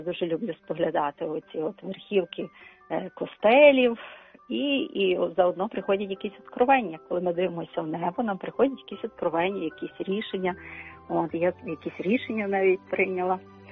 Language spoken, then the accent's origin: Ukrainian; Lviv, Lviv Oblast, Ukraine; Я також львів'янка, тому що так само поділитися своєю любов'ю до Львова.